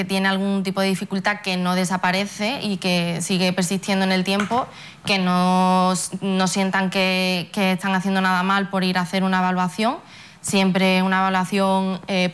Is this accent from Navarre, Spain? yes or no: no; Ceuta, Spain; todos los que somos de Ceuta